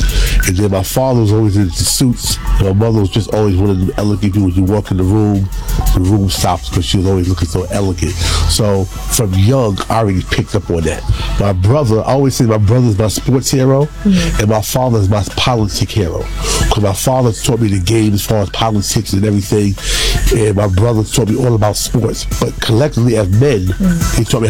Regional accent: Teaneck, New Jersey, United States; the designer. I'm from Teaneck, New Jersey.

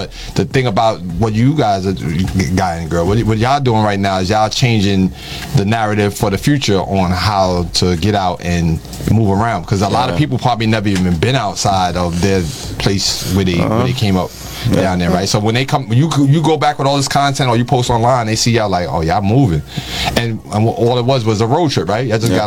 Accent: Bronx, New York, United States; I'm from the Bronx, right? I'm from the South Bronx back in the days when they was burning buildings and all that.

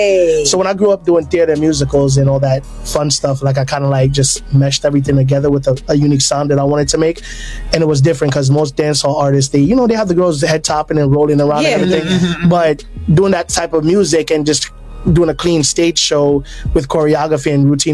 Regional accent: Bronx, New York, United States; also born or lived in Jamaica; Born in Jamaica. But yeah. I was raised in the Bronx mostly, but I go down every summer.

